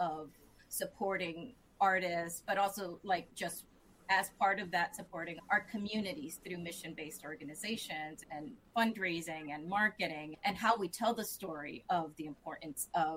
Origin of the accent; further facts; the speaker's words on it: Massachusetts, United States; Massachusetts.